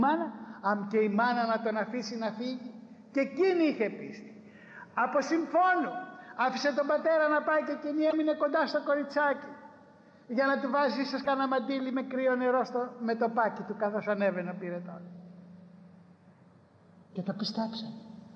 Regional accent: Piraeus, Attica, Greece; born or raised there

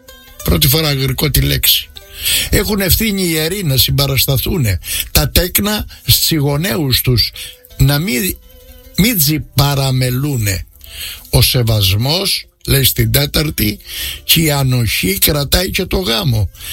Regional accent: Crete, Greece; Και εμείς την έχουμε πολύ που είμαστε από την Κρήτη.

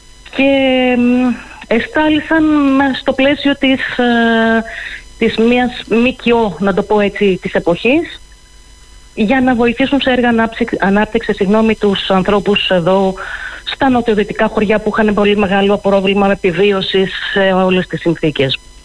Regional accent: Greece; Στα μέρη μας, όταν λέω μέρη μας εννοώ Απολωνίων γενικότερα

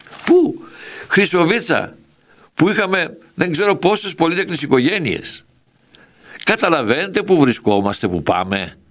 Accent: Vasilopoulo, Epirus, Greece; στο χωριό μου, στο Βασιλόπουλο, Ζήτσας

